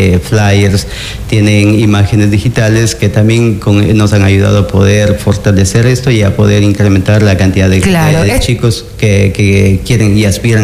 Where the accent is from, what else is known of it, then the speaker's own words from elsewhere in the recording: Riobamba, Chimborazo, Ecuador; now in La Libertad, Ecuador; una señora de mi tierra, también de la ciudad de Riobamba